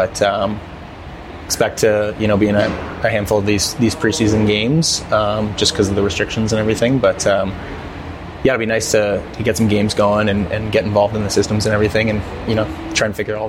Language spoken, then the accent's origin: English; Canada; I'm Canadian.